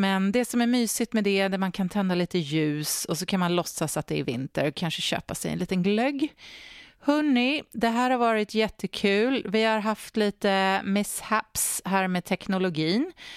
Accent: Sweden; now in Brisbane, Australia; och de har faktiskt haft ganska så bra solvärme hemma i Sverige. Och det är ju alltid så att kring den här tiden på året och kring jul så är det så att jag alltid börjar längta hem lite extra mycket.

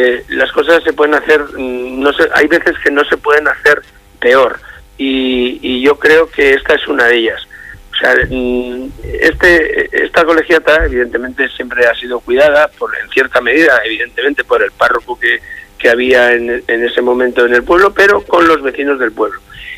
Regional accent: Valderredible, Cantabria, Spain; Sinceramente, amo a mi tierra del sur, a Valderredible, Campó, pero es cierto que muchas veces, pues estamos, pues olvidados por nuestros propios compañeros de origen, de Cantabria, ¿no?

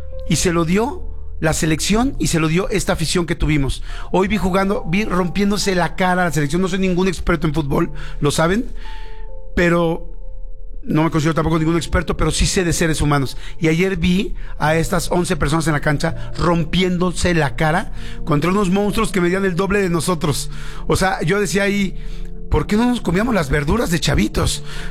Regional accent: Mexico; somos mexicanos

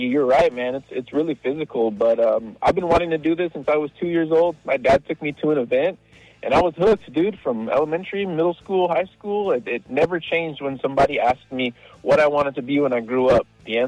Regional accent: California, United States; From California.

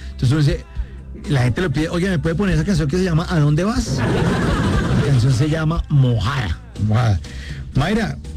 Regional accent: Bogotá, Colombia; Porque yo, o sea, si no es que yo soy Rolo, soy bogotano

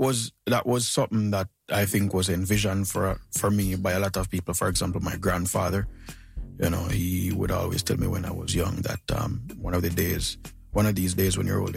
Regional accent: Montego Bay, Saint James, Jamaica; also born or lived in Kingston; So even though I'm from Montego Bay, you know, I had to basically move across to the other side of the island now

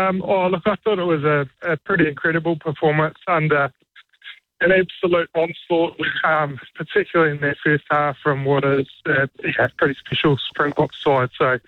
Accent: New Zealand; as a former All Black and as a New Zealander.

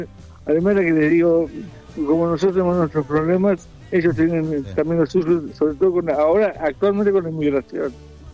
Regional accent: Argentina; me dice, pero ¿de dónde sos? De Argentina.

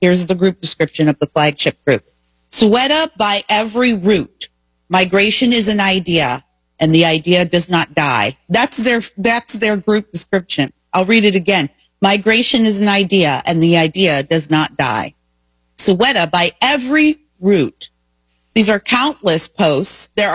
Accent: Canada; moved away as an adult; now in United States; And I'm speaking to you as an immigrant. I immigrated from Canada at 18. Now, to be fair, my father was an American, so I had a much easier path than many people do.

